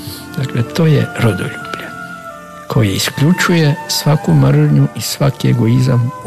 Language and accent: Croatian; Croatia; što želim kao Hrvat hrvatskom narodu